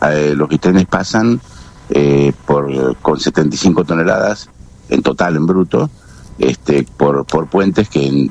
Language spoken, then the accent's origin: Spanish; Bahía Blanca, Buenos Aires Province, Argentina; yo soy de Bahía Blanca, sí.